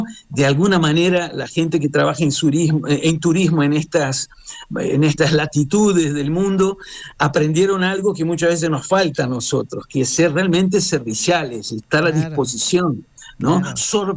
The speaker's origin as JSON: {"language": "Spanish", "country": "Brazil", "moved": "as an adult", "lives_now": "Córdoba, Argentina", "said": "Yo soy brasileño, vivo en Córdoba hace 30 años"}